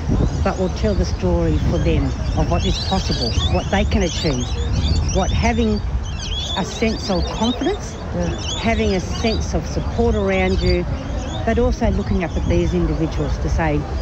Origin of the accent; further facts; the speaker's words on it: Moree, New South Wales, Australia; now in Adelaide, Australia; I'm a descendant of the Gunurai Nation from northern New South Wales. Moree is my hometown. And I've been here in Adelaide for the last 22 years now.